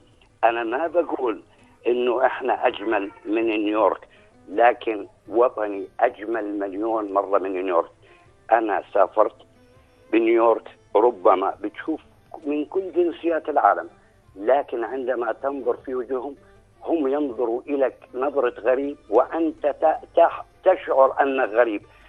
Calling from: Jordan; يبقى حنيننا إلى الأوطان زي ما تفضل الأستاذ معتصم وقال، يعني الوطن الكبير الأردن

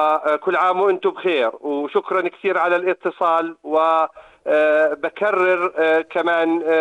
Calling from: Al-Husn, Irbid Governorate, Jordan; فخري واعتزازي بأن أكون أردني من منطقة إربد. أتقدم بالتهنئة باسم … طبعا إحنا عشيرة مسيحية في محافظة إربد

